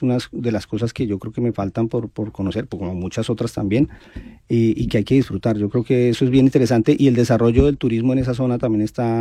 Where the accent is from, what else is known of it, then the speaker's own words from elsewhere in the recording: Bogotá, Colombia; born there; moved away; also born or lived in Medellín; yo soy de Bogotá, nací en Bogotá, pero tuve la oportunidad de vivir 8 años en Medellín